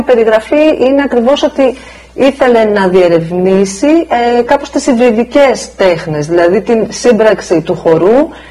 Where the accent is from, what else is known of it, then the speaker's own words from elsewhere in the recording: Kavala, Eastern Macedonia and Thrace, Greece; moved away as an adult; Είμαι από την Καβάλα, οπότε μεγαλώνοντας και εγώ σε μια επαρχία δεν υπήρχε τότε σχολή χορού